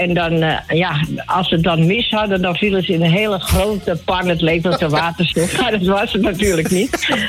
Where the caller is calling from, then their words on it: Aalsmeer, North Holland, Netherlands; Ik bel vanuit Aalsmeer.